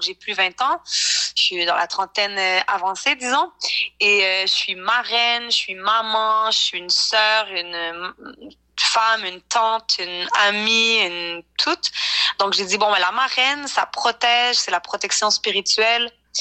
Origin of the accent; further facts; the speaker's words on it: Montreal, Quebec, Canada; also born or lived in Cuba; Mes deux parents sont québécois, mais j'ai grandi à Montréal, donc je me considère 100% montréalaise.